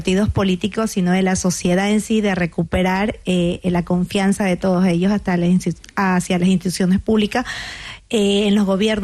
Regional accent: Ecuador; soy de Ecuador

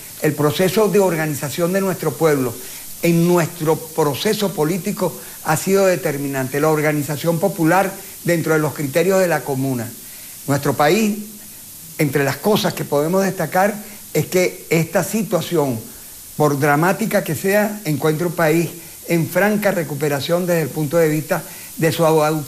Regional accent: Venezuela; muchísimas gracias a ustedes por estar pendiente de ese horrorosa situación que está sucediendo en mi país.

